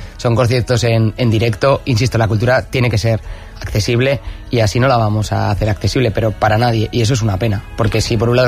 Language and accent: Spanish; Irún, Basque Country, Spain; soy de Irún